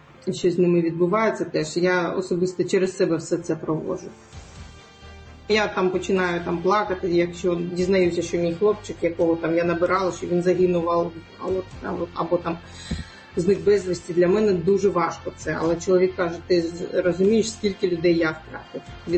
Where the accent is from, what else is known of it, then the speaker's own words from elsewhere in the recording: Crimea, Ukraine; Я кримська татарка, ми мусульмані всі.